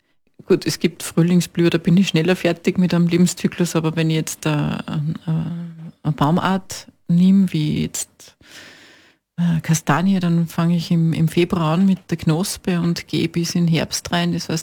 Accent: Upper Austria, Austria; Ich komme aus der Nähe von Wels, Oberösterreich

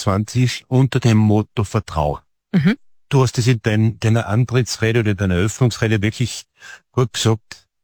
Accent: Styria, Austria; Wir sind Steirer

